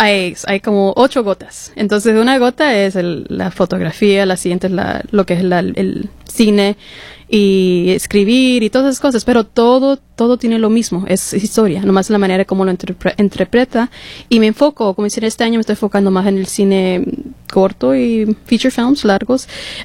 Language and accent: Spanish; Washington, United States; Spanish is a second language; also born or lived in California; Pero soy de Washington. Pero soy washingtonia.